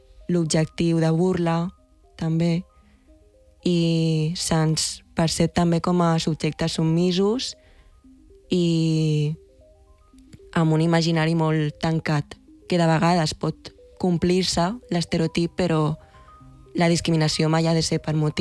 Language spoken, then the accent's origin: Catalan; Catalonia, Spain; also born or lived in China